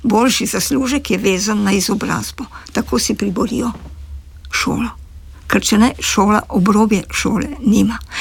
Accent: Trieste, Friuli-Venezia Giulia, Italy; first language Slovenian; Da smo tržačani, čisto krvni, bastardni, če hočete, tržačani. Ker tržačan je mešanček.

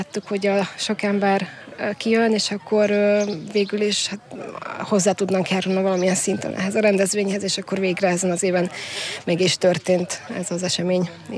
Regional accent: Hungary; ez itt igazából ugye a gyermekkoromnak a része, itt nőttem fel

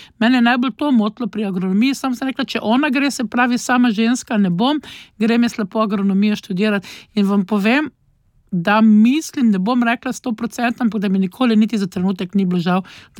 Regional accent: Ptuj, Drava, Slovenia; accent: Styrian; also born or lived in Koper / Izola; jaz vedno rečem, da sem primorka, ne, čeprav vsakemu pravzaprav vzame sapo, seveda moje narečje je zdaj čisto štajersko. Moja mama pa oče sta se namreč, predvsem zaradi očeta, preselila v Izolo in sva se oba dva z bratom rodila v Kopru

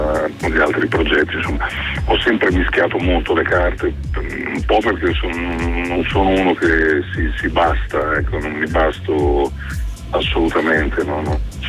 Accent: Emilia-Romagna, Italy; moved away as an adult; also born or lived in Po Valley; io mi ricordo i primi anni che abitavo, che sono tornato qui ad abitare in Emilia Romagna, dopo 4 anni di pianura padana

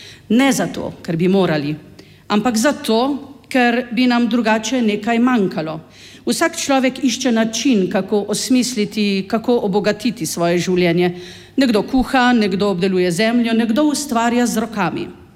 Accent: Primorska, Slovenia; Morda prav zato pravimo, da smo Primorci pevci od nekdaj.

